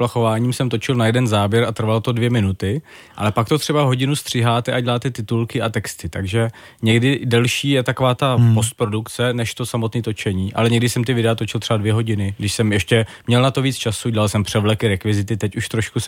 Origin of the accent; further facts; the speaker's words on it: Prague, Czechia; moved away as an adult; now in Jablonec nad Nisou, Czech Republic; A já jsem totiž Pražák původně, nebo Pražan by se řeklo, a hodně lidí se mi diví, že jsem takhle emigroval na menší město